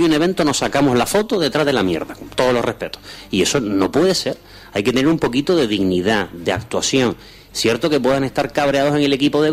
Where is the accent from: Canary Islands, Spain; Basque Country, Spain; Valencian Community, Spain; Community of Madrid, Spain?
Canary Islands, Spain; Santa Lucía de Tirajana; somos vecinos de Santa Lucía